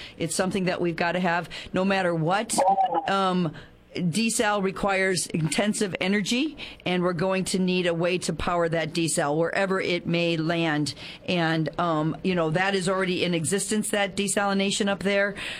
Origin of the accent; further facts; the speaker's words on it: San Luis Obispo, California, United States; afterwards, somebody found out I was from San Luis Obispo